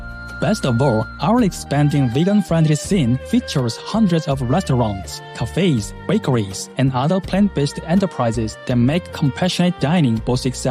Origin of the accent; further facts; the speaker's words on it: Uljin, North Gyeongsang, South Korea; now in Seoul, South Korea; I hail from Ujing County, where peaceful villages nestle between the sparkling blue East Sea and the pine-scented Taebaek Mountains. Now living in dynamic Seoul